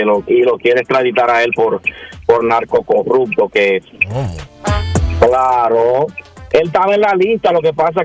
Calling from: Boston, Massachusetts, United States

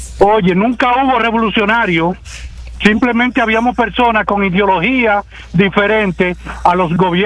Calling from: Dominican Republic; Yo soy dominicano 100%

